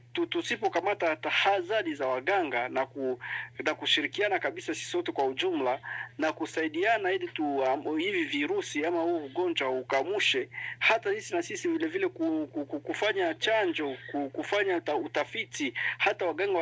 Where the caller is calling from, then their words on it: Beni, North Kivu, DR Congo; Mimi natoka hapa mjini Kongo, jimbo la North Kivu, town vile ya Beni, kata Benengule